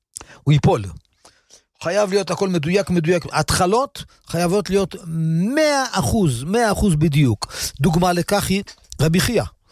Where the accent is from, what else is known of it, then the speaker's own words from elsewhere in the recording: Kiryat Ata, Haifa District, Israel; כמו בכפר עטה שאני גרתי בתור ילד